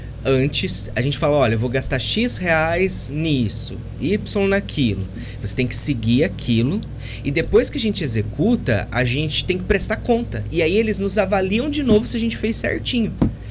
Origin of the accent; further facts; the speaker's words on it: Monte Alto, São Paulo, Brazil; born there; moved away as an adult; also born or lived in Minas Gerais; now in Monte Alto, Brazil; Eu sou nascido em Monte Alto, fui estudar fora, Minas, fiquei 11 anos lá. E aí eu volto com essa bagagem e tento trabalhar aqui dentro da cidade